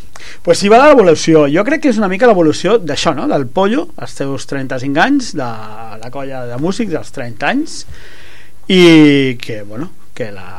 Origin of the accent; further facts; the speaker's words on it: Barcelona, Catalonia, Spain; moved away; jo vinc del barri de la Barceloneta a Barcelona